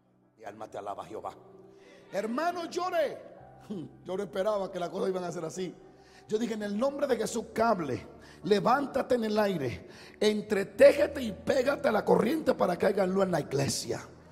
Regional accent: Dominican Republic; Ustedes saben que en mi país la luz no es que viene, no es que se va, es que no viene casi. Pero amamos nuestro país.

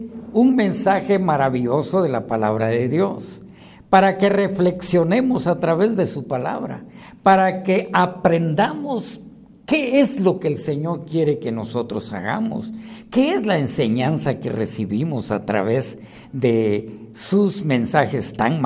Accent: Cuilco, Huehuetenango, Guatemala; born there; moved away; por allá por mi pueblo, Cuilco. Ah, ese es mi pueblo lindo, Cuilco. Yo soy de Cuilco, mis paisanos lindos.

